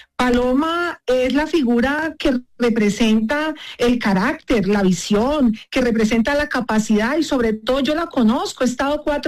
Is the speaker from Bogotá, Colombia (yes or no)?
no; Valle del Cauca, Colombia; somos las mujeres del Valle del Cauca